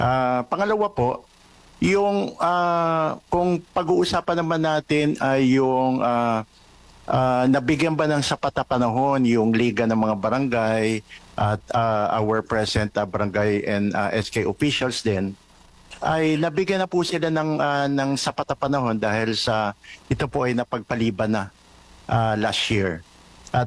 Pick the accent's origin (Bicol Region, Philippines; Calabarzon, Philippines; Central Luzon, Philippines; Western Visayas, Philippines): Bicol Region, Philippines; Legazpi; also born or lived in Pilar, Sorsogon; Yes, I'm from Legazpi City and from Pilar, Sorsogon.